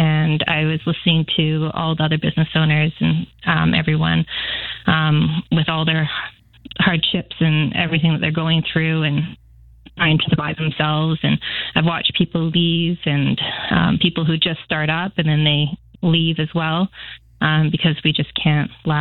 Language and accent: English; Victoria, British Columbia, Canada; I was born and raised down here in Victoria. And so I've experienced the potential of the city.